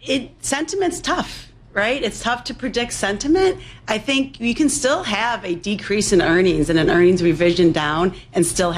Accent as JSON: {"language": "English", "town": "Chicago", "region": "Illinois", "country": "United States", "tie": "born or raised there", "said": "and I grew up on the South Side, went to Mother Macaulay High School."}